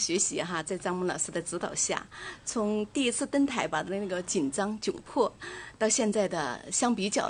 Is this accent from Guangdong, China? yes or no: no; Sichuan, China; accent: Sichuan Mandarin; now in Dalian, China; 因为我是一名四川人